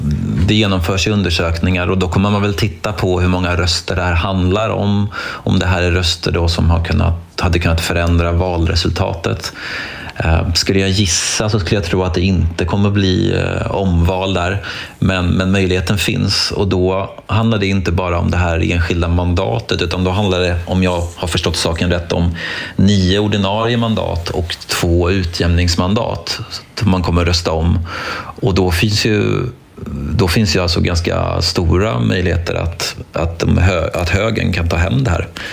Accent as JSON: {"language": "Swedish", "country": "Sweden", "said": "Som svensk"}